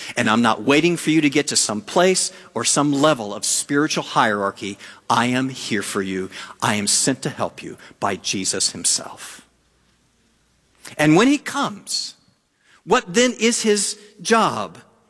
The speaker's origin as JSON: {"language": "English", "region": "the South", "country": "United States", "tie": "born or raised there", "said": "I was raised in the South."}